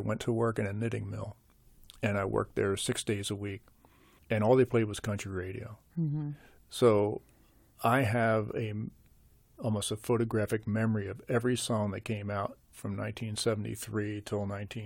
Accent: New Jersey, United States; moved away; I'm from New Jersey.

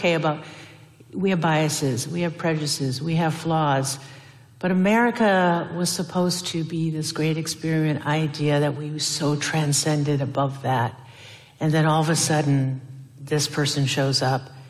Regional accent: Puyallup, Washington, United States; a role member of the Blackfeet Nation, born and raised on the Puyallup, a stepdad's Yakima.

